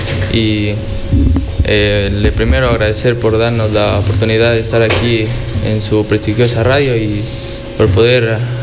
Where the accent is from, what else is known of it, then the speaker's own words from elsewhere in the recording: Palanda, Zamora-Chinchipe, Ecuador; also born or lived in Zumba, Chinchipe; Yo soy oriundo de Chinchipe, Zumba, pero mayor parte de mi vida pasé viviendo en Palanda.